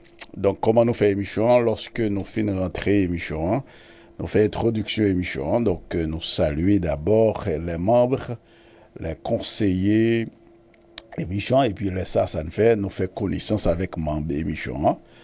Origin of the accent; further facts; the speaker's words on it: Haiti; Pas oublier que dans quel que soit côté sorti en Haïti, on est haïtien. Ça, c'est le premier bagage que l'on connaît. On est haïtien.